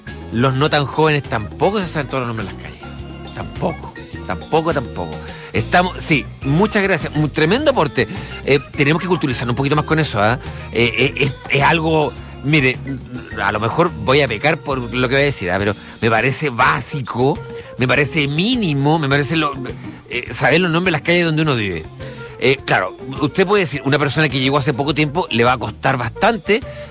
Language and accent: Spanish; Los Ángeles, Biobío, Chile; also born or lived in Concepción; Concepción, yo no soy de Concepción. O sea, de chico vivía allá, antes de irme muy pequeño a Los Ángeles